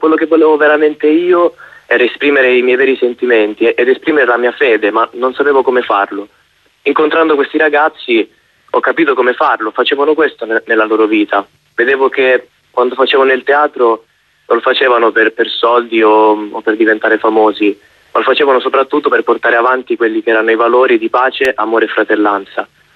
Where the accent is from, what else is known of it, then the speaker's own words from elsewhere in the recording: Sicily, Italy; moved away; io sono siciliano in realtà